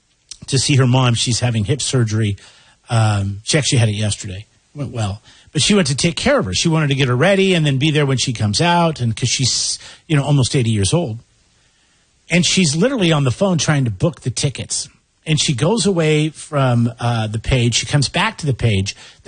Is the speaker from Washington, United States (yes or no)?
yes; Seattle, Washington, United States; We grew up in Seattle.